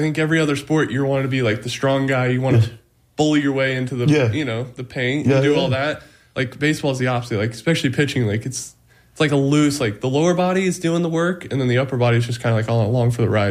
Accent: Kansas City, United States; I grew up in Kansas City

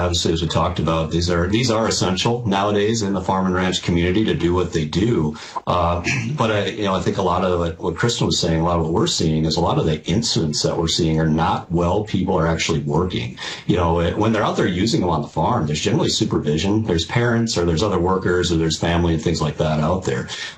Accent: Minnesota, United States; growing up in Southwest Minnesota

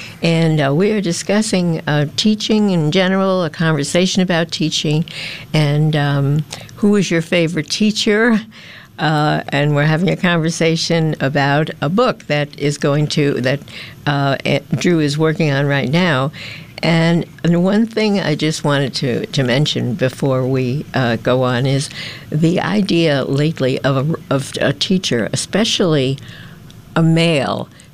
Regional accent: New York City, New York, United States; I was living in Manhattan, but in New York City. I grew up in New York City, but it was a small town way.

